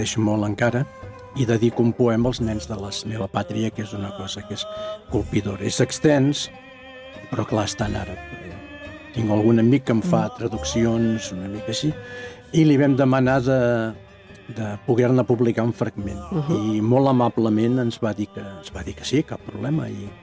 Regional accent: Catalonia, Spain; now in Artés, Spain; jo soc català i visc a Artés

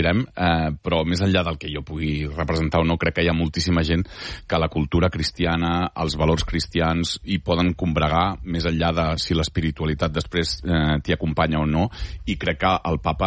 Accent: Catalonia, Spain; com a català

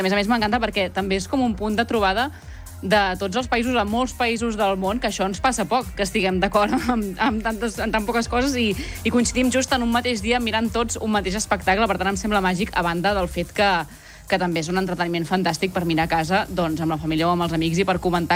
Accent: Sabadell, Catalonia, Spain; aquí a Sabadell, que jo soc de Sabadell

